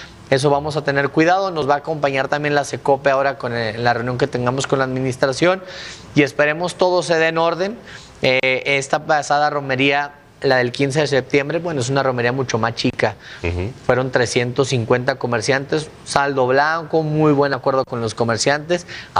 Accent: Durango, Mexico; somos miles los duranguenses, no solo del municipio, también de algunas localidades y algunos municipios aledaños

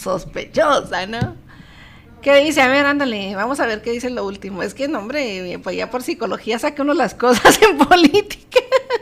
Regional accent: Chihuahua, Mexico; Mi tierra, o sea, su tierra realmente, digo, todos somos de Chihuahua, pero es de Juárez.

